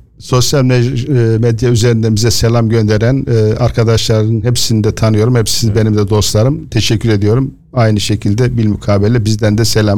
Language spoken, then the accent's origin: Turkish; Şereflikoçhisar, Ankara, Turkey; now in Kırşehir, Turkey; Yani o yörede doğup büyüdüğümüz için bizim köylerimizde ben 1964 Ankara Şerefli Koçhisar doğumluyum. İşte Kırşehir'e 40-50 kilometre mesafede bir yer. Doğduğum köy daha da yakın. Evet. Şu anda Kırşehir'de ikamet ediyorum.